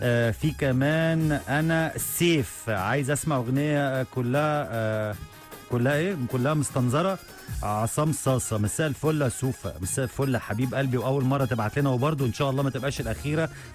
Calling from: Tunisia; من تونس عايز بعد إذنك أسمع مزيكا شهيصة للنجم

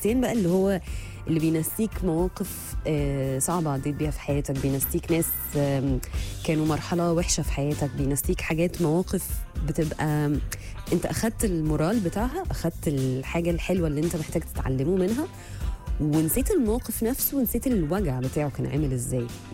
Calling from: Syria; صباح الخير، … من سوريا، ممكن اعرف بحرف العين برضو؟

